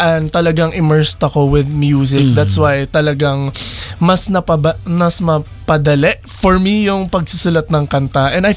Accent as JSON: {"language": "Tagalog", "area": "Cavite", "region": "Calabarzon", "country": "Philippines", "said": "taga-Cavite ako."}